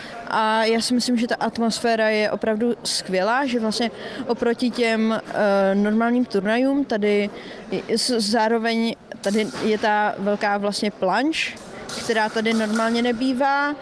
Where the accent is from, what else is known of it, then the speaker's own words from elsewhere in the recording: Prague, Czechia; a jsem tady z Prahy